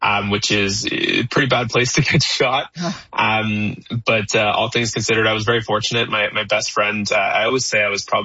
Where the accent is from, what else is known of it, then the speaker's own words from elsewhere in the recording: Canada; Yeah, both my parents are. I'm born and raised in Canada.